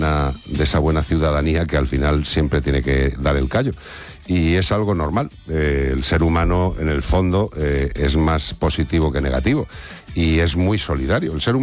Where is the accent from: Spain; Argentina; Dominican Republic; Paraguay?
Spain; Yo soy del aire. Español.